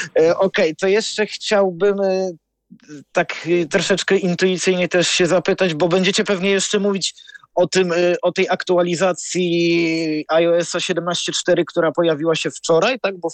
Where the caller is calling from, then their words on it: Bydgoszcz, Kuyavian-Pomeranian Voivodeship, Poland; u mnie w Bydgoszczy, moja stała lokalizacja